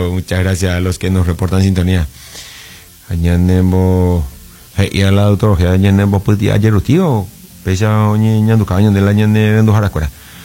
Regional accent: Emboscada, Cordillera, Paraguay; now in Valencia, Spain; de Emboscada. Y escucho desde Valencia, España.

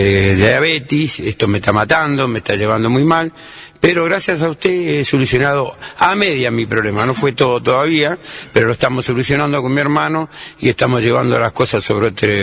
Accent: Uruguay; Yo vengo del Uruguay, yo tengo un problema con mi hermano.

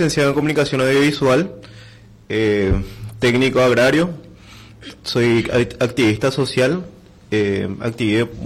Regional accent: Luque, Central, Paraguay; nosotros tenemos tres comunidades originarias dentro de Luque

